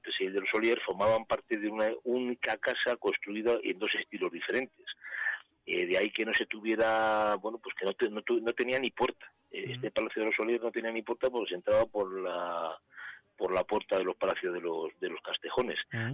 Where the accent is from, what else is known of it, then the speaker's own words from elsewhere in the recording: Gómara, Castile and León, Spain; los que somos de Gomara nos llaman los palilleros